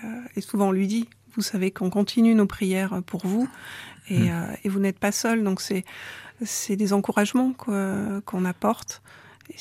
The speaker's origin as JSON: {"language": "French", "town": "Saint-Chamond", "region": "Auvergne-Rhône-Alpes", "country": "France", "tie": "born or raised there", "said": "Donc oui, je suis née à Saint-Chamond, donc j'ai grandi dans la paroisse protestante de Saint-Chamond, d'un papa catholique qui est devenu protestant en se mariant. Et donc du coup, on a grandi dans la paroisse de Saint-Chamond"}